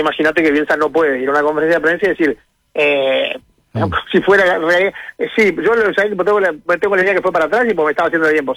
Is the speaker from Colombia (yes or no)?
no; Uruguay; somos bravos los uruguayos